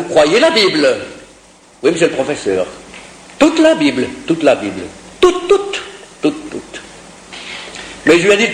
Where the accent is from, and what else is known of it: Switzerland